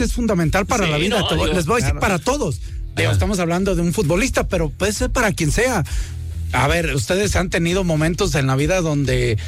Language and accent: Spanish; Mexico; Yo le decía a mis hijos, ese es el momento donde nos identifica como mexicanos